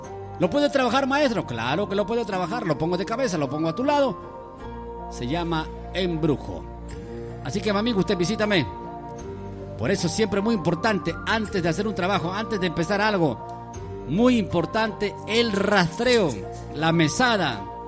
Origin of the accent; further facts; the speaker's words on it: Huacho, Lima, Peru; now in Lima, Peru; Yo soy de la ciudad de Huacho. Yo soy de la ciudad de Huacho. De Huacho, la tierra de curanderos, brujos, hechiceros, tierra de alzadores, tierra de maestros de alta magia, Huacho. Yo tengo mi santuario en Lima más de 20 años.